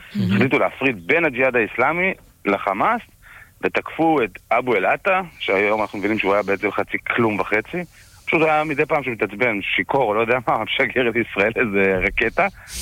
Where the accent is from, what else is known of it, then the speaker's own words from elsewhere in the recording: Morocco; אני מרוקאי, אתה רוצה לעשות את הרעיון הזה? אני מרוקאי.